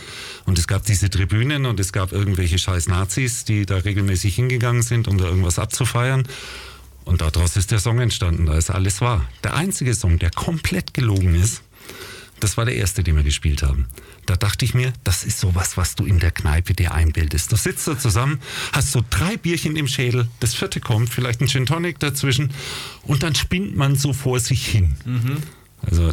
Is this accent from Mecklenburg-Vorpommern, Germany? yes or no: no; Nuremberg, Bavaria, Germany; Weil ich komme aus Nürnberg und in Nürnberg, das ist für die, die dort noch nicht waren, statt der Reichsparteitage. Und als ich Kind war, gab es tatsächlich noch Kriegsruinen.